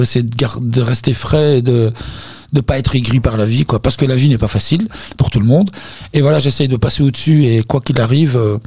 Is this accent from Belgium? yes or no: yes; Belgium; Alors j'ai vécu mon enfance en Belgique, je suis né en Belgique, et j'ai vécu dans un village qui s'appelle L'Aube.